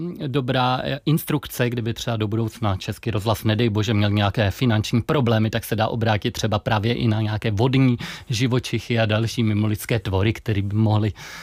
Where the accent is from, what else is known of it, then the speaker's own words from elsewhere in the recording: Hradec Králové, Hradec Králové Region, Czechia; Já jsem původem z Hradce Králové. Je to moje město